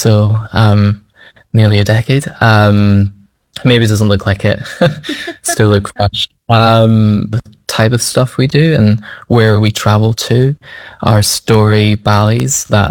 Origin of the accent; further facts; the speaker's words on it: Aberdeen, Scotland, United Kingdom; When I was younger, actually, I grew up and trained in Scotland, in Aberdeen, and I actually went to London to perform in the West End